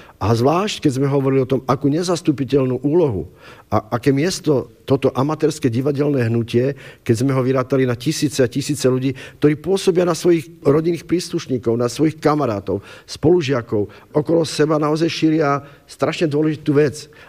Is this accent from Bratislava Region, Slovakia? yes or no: no; Partizánske, Trenčín Region, Slovakia; u nás v Partizanskom